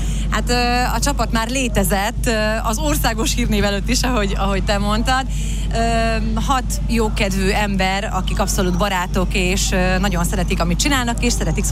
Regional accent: Hungary; Én is sőtöri vagyok. Én azt tudom elmondani, hogy én ott nőttem fel

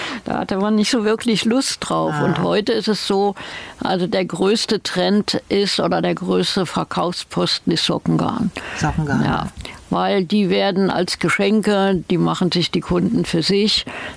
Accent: Aachen, North Rhine-Westphalia, Germany; Ich komme ja gebürtig aus Aachen.

